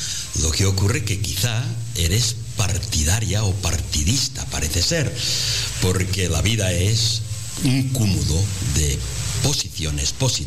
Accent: Catalonia, Spain; Como puedes notar, soy catalán.

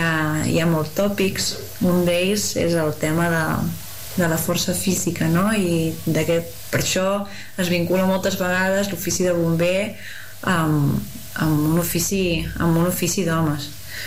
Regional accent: Castelló d'Empúries, Catalonia, Spain; soc de Castellà d'Empúries i soc bombera de la Generalitat de Catalunya.

